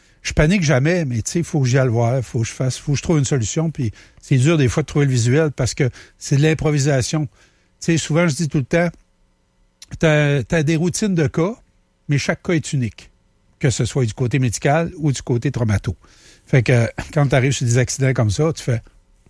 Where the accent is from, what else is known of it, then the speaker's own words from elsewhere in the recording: Grondines, Quebec, Canada; Alors, j'ai été appelé parce que c'est pas loin de mon patelin à Grondines.